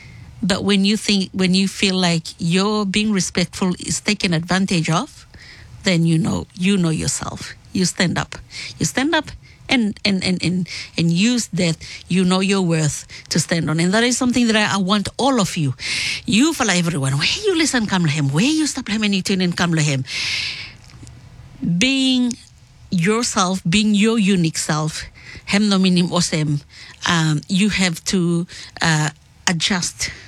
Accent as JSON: {"language": "English", "country": "Solomon Islands", "said": "I might be a Polynesian, but my passport stated that I am a Melanesian because me come from the Solomon Islands."}